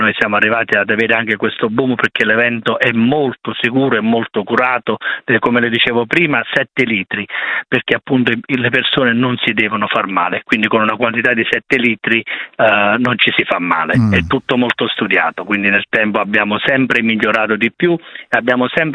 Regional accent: Campagna, Campania, Italy; ma non perché sono di Campania

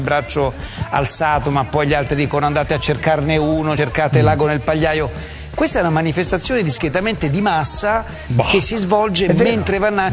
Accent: Rome, Lazio, Italy

